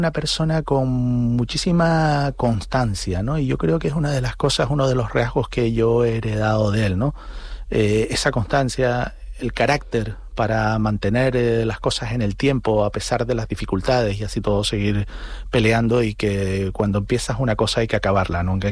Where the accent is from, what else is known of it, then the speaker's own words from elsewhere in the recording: Santa Cruz de Tenerife, Canary Islands, Spain; moved away as an adult; now in South of Tenerife, Spain; Yo soy de Santa Cruz, realmente, ¿no? Y lo que pasa es que yo me fui al sur porque me gustaba muchísimo el sur y me gustaba la vida del sur y porque además conocí allá a mi mujer en el año 93 y ya me quedé en el sur, ¿no? Ya llevo más años